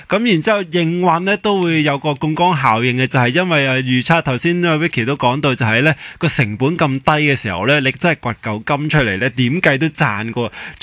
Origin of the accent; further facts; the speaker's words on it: China; 是除咗我哋中国人啦，好中意用黄金咧去做送礼之外咧